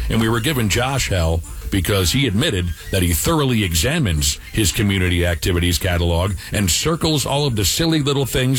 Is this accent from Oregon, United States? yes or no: no; Pomona, California, United States; born or raised there